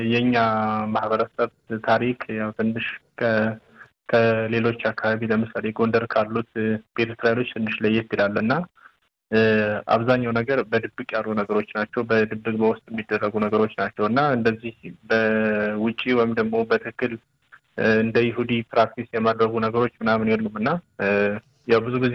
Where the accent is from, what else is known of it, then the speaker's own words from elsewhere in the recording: Shewa, Ethiopia; born there; now in Addis Ababa, Ethiopia; የተወለድኩት ወደ ሸዋ አካባቢ ክፍለ ሀገር ላይ ነው እና እዛ የተወሰነ ጊዜ እዛ ኖር ያለው። ከዛ ወደዚህ ሙቭ አድርገን እዚህ አዲስ አበባ ከመጣን በኋላ እዚህ አዲስ አበባ ላይ ነው እየኖርኩ ያለሁት።